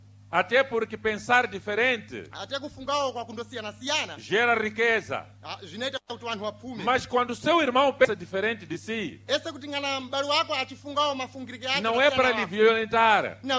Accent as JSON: {"language": "Portuguese", "country": "Mozambique"}